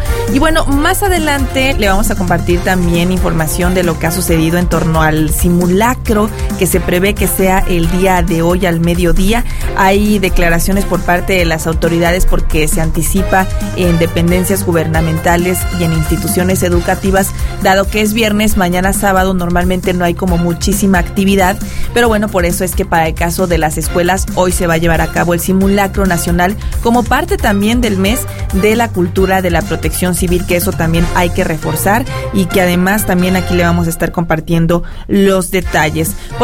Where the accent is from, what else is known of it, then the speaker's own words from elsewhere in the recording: Mexico; sentirnos orgullosos como mexicanos